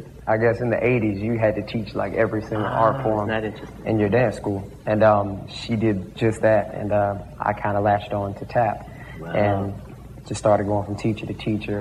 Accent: Queens, New York, United States; born there; I was born in Queens, New York.

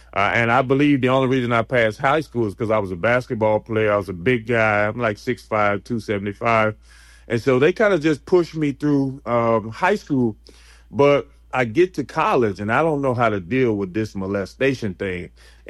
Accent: Alexandria, Louisiana, United States; also born or lived in Maine; So we end up, I end up growing up in Alexandria, but I'm actually from Maine, but I don't want to lose my street credibility.

